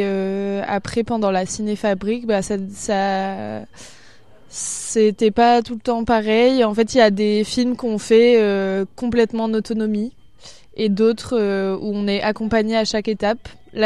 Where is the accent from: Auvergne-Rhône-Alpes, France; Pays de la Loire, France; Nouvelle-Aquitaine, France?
Auvergne-Rhône-Alpes, France; also born or lived in Lyon; Je viens du coup d'un petit village en Chartreuse, à côté de Grenoble